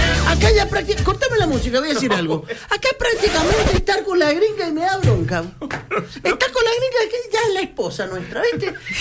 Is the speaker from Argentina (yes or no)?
yes; Argentina; Somos argentinos